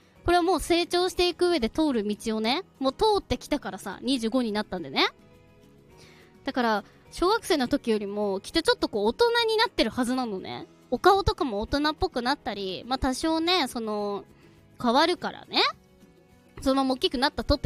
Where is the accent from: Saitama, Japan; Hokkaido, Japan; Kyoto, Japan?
Hokkaido, Japan; Sapporo; 私も地元を出てないしさ、ね、私は札幌生まれ札幌育ちですけど、まあ今も実家に住んでて、こう一人暮らししてるわけでもなく、